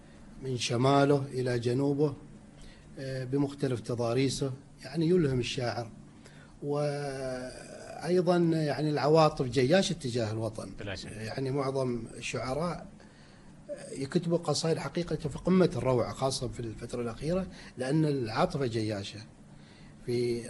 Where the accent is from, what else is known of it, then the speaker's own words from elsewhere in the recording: Oman; عندنا في سلطنة عمان